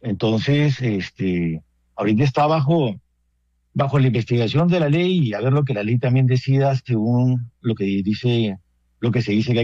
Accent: Colombia; Yo soy colombiano, padre, de corazón. Yo soy sacerdote diocesano.

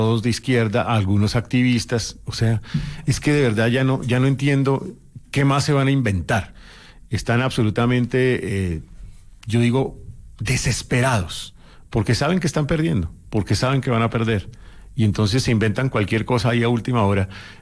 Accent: Colombia; Bueno, la bandera es como cualquier colombiano que siempre se emociona con su país, ¿cierto?

